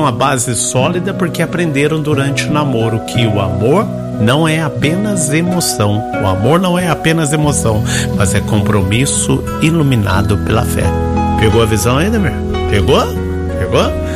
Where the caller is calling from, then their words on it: Barra Mansa, Rio de Janeiro, Brazil; eu sou da cidade de Barra Mansa, tô aqui ouvindo a rádio